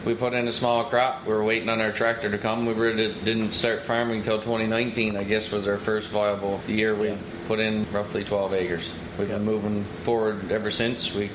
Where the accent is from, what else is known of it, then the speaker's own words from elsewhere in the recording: Newfoundland and Labrador, Canada; we started bringing it up to Northern Peninsula, where I'm from